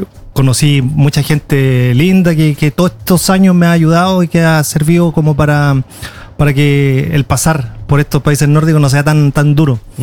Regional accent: Concepción, Biobío, Chile; also born or lived in Iceland; now in Oslo, Norway; Sí, bueno, soy de Chile, vengo de una ciudad que se llama Concepción y hace 25 años nos fuimos a vivir a Islandia.

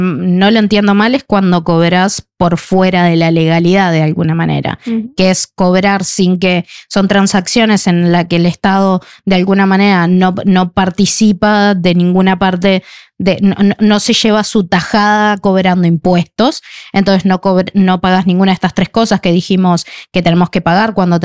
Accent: Sweden; Spanish is a second language; No sé si es porque soy muy sueca que cumplo con todo

